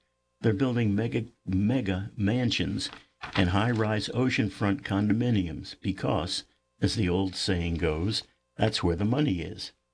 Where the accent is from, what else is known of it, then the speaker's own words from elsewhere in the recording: Florida, United States; By contrast, my home state of Florida has been growing like a flower in springtime.